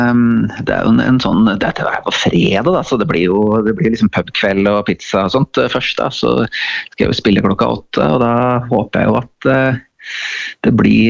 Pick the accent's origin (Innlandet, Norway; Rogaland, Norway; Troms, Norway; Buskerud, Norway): Innlandet, Norway; Elverum; Jeg er en visesanger fra Elverum som har holdt på profesjonelt i 12-14 år